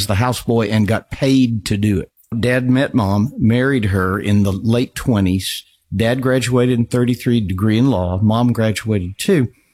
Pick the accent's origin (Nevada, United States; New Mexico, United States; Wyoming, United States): Wyoming, United States; Casper; born there; now in Arkansas, United States; I was born in Wyoming, as you mentioned, Casper. Dad was from Oklahoma. Mother was from Malvern, Arkansas.